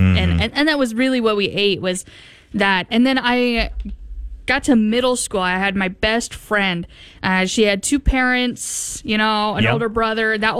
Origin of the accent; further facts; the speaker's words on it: United States; we're American.